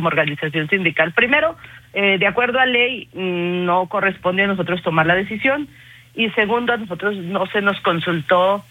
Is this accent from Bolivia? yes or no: no; Aguascalientes, Mexico; en Aguascalientes, la verdad yo se los he dicho, somos la Suiza de México, trabajamos diferente.